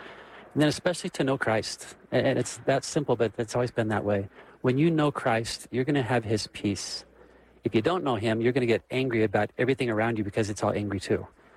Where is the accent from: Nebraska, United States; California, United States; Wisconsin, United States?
Nebraska, United States; now in Denver, United States; Yeah, I've been in Denver just over 4 months. I've been in Colorado for 5 years. Very different than my home state of Nebraska in many ways.